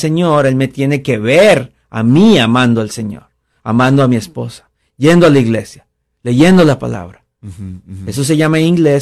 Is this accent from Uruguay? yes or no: no; Costa Rica; moved away; mi país de origen, que es Costa Rica.